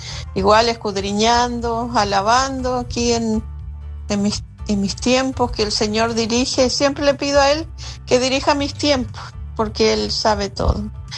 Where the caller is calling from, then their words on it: Puerto Montt, Los Lagos, Chile; de Puerto Montt.